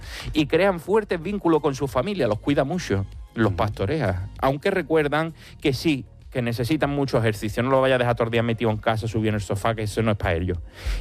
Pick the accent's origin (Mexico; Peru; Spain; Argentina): Spain; Cádiz, Andalusia; como yo soy gaditano, suena igual.